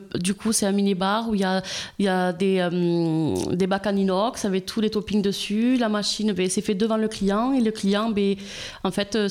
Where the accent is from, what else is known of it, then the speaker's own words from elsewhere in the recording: Daumazan-sur-Arize, Occitanie, France; moved away; donc du coup je viens d'Ariège, de Domazan-sur-Arize. Voilà, j'ai grandi là-bas avec mes parents, famille nombreuse.